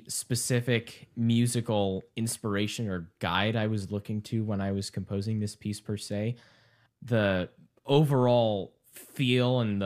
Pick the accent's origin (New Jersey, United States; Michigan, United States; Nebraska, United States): Nebraska, United States; Omaha; right in my home state of Nebraska.